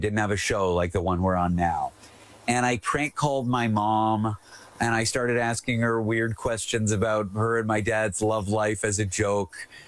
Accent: Canada

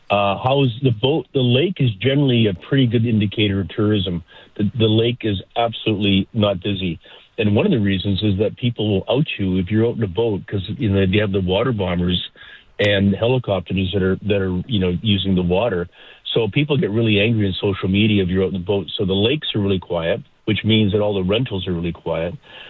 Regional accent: Kelowna, British Columbia, Canada; I mean, I grew up in Kelowna. I mean, we never had this.

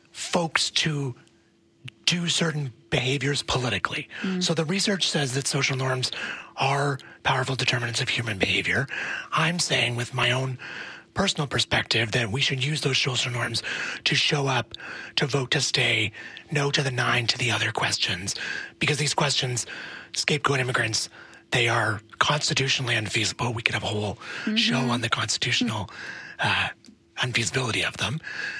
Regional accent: Alberta, Canada; I'm a Canadian, I'm an Albertan, and those become part of kind of how we think of ourselves.

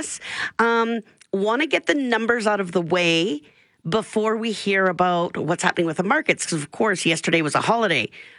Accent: Canada; I get it. I'm just a Canadian girl. I just like a little bit cooler.

